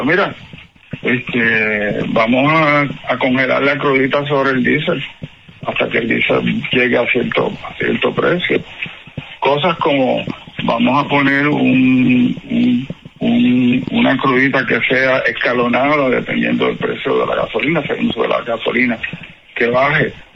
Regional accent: Puerto Rico

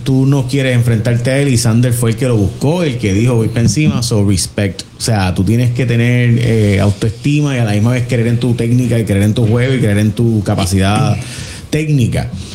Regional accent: Puerto Rico; Tito tiene el problema que tenemos nosotros que somos boricua

